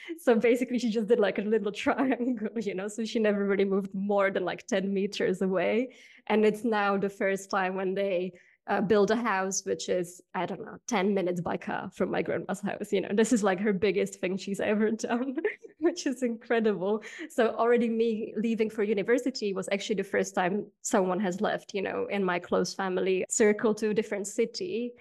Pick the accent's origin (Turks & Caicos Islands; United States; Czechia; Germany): Czechia; Ostrava, Moravian-Silesian Region; born or raised there; moved away